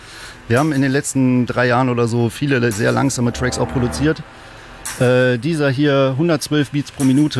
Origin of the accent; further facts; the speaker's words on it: Cologne, North Rhine-Westphalia, Germany; mein Kollege Sebalo ist gar nicht hier, wir kommen beide aus Köln